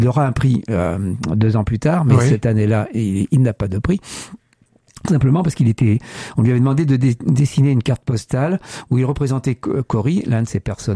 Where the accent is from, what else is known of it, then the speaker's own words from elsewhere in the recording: Limoges, Nouvelle-Aquitaine, France; born there; moved away; also born or lived in Confolens, Charente; je suis né à Limoges